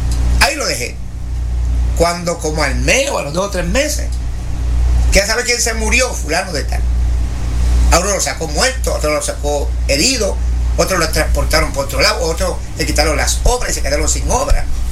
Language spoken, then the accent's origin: Spanish; Puerto Rico; que soy puertorriqueño.